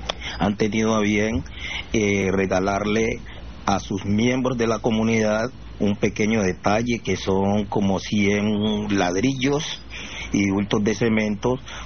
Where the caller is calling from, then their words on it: Chocó, Colombia; en mi pueblo